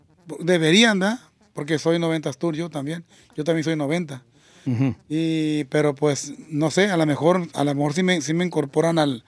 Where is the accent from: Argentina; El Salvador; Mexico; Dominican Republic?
Mexico; San Ignacio, Sinaloa; yo soy del rancho de La Caña, municipio de San Ignacio, Sinaloa.